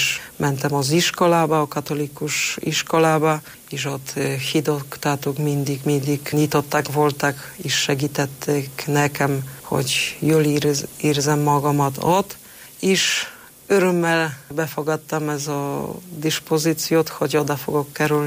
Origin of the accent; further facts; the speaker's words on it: Poland; Hungarian is a second language; moved away as an adult; now in Hungary; itt Magyarországon, amikor valaki hallja, hogy lengyel vagyok